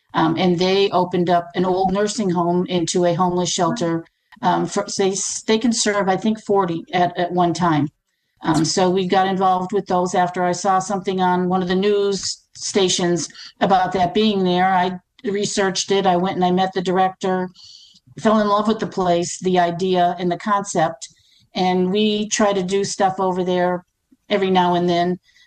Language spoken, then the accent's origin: English; Massachusetts, United States; moved away as an adult; now in Myrtle Beach, United States; in 2008, here in Myrtle Beach, because we're originally from Massachusetts. So that all started back in Massachusetts. And then when we moved to Myrtle Beach